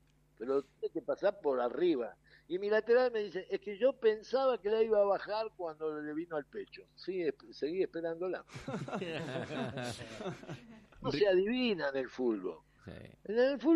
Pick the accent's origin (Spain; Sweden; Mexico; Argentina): Argentina; Yo soy argentina